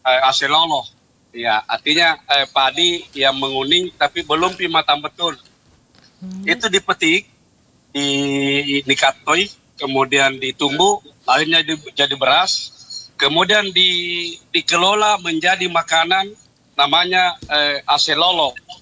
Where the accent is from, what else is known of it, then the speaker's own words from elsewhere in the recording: South Sulawesi, Indonesia; Ya, jadi memang kita itu orang Bugis Makassar, memang ada mantranya.